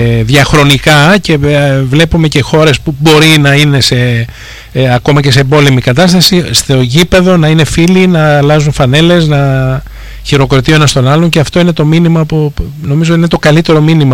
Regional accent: Greece; εμείς που είμαστε Έλληνες.

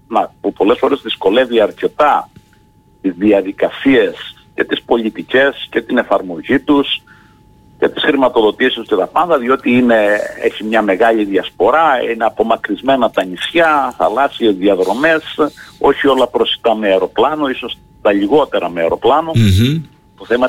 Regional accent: Greece; όλοι μας ως Έλληνες έχουμε καθήκον να υποστηρίξουμε την νησιωτικότητα και να την αναδείξουμε. Εμείς ειδικά που είμαστε νησιώτες

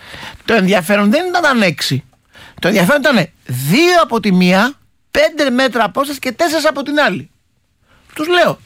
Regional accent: Kastoria, Western Macedonia, Greece; Εγώ είμαι πολύ χαρούμενος γιατί εγώ είμαι από την Καστοριά. Εγώ είμαι την Κλεισούρα.

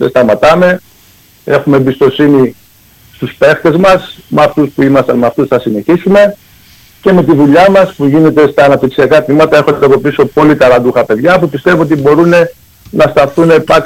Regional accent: Thessaloniki, Central Macedonia, Greece; now in Kefalonia, Greece; Θεσσαλονικός, γέννημα θρέμα.

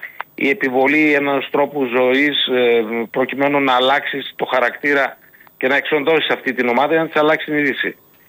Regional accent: Greece; είμαι ο Έλληνας ακολούθος άμυνας

